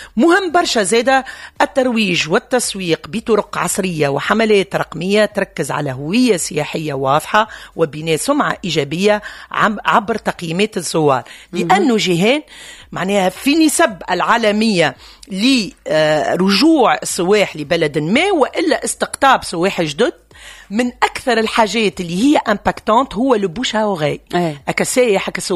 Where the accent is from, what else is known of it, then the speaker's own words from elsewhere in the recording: Tunisia; واحنا كتوانسة معناها اللي بلادنا نتشكاو من جودة الخدمات